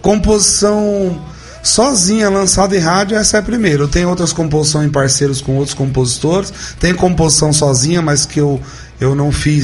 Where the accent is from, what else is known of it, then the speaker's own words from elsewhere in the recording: Paraná, Brazil; accent: Minas Gerais (mineiro); moved away; also born or lived in Itatiba, São Paulo; eu nasci em Itatiba tá aqui perto de Campinas, São Paulo, certo. Mas eu fui criado no Paraná, até tem gente que acha que eu sou mineiro, porque o paranaense tem sotaque parecido. Com o do mineiro.